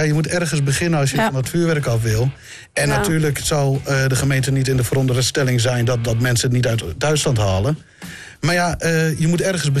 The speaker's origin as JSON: {"language": "Dutch", "country": "Netherlands", "said": "we zijn gewend als Nederlanders om door te scheuren en een beetje brutaal te zijn."}